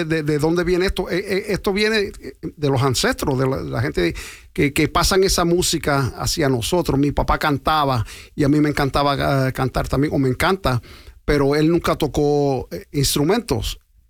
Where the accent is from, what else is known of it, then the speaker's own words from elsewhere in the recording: New York, United States; born there; also born or lived in Puerto Rico; cuando pequeño en Nueva York